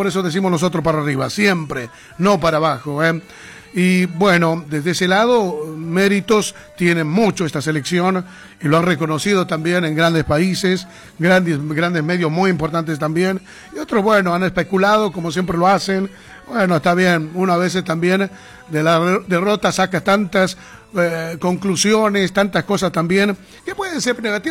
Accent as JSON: {"language": "Spanish", "country": "Bolivia", "moved": "yes", "lives_now": "Argentina", "said": "Sabemos que nosotros venimos de otra nacionalidad, sí, somos bolivianos, amamos nuestro país, el triple, cuatriple, todo lo que tú quieras decir, pero cuando tú ya partiste a otro país también, tienes otro hogar también"}